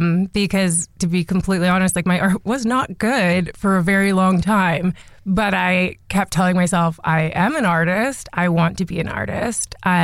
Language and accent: English; Prince George, British Columbia, Canada; born there; Yes, I am. So I was born in Prince George.